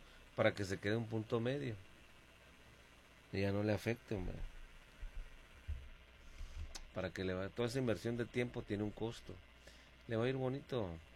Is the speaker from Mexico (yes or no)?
yes; Mexico; lo mestizo no se nos quita, somos mexicanos muy bonitos.